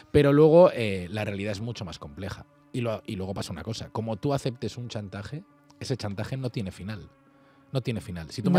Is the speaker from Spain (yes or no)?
yes; Galicia, Spain; now in Madrid, Spain; Estoy muy orgulloso de ser gallego y de mi tierra. Me gusta mucho. Yo paso los veranos en Galicia, tengo a mi familia allí, a todos mis hermanos, mi madre, mis sobrinos.